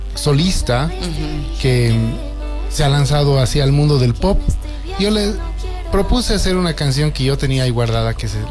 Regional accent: Oruro, Bolivia; now in La Paz, Bolivia; Yo soy orureño, pero yo me he venido a La Paz corriendo en los 90s, porque aquí es donde pasaba absolutamente todo, y sigue pasando absolutamente todo

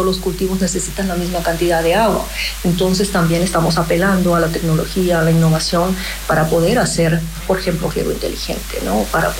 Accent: Bolivia

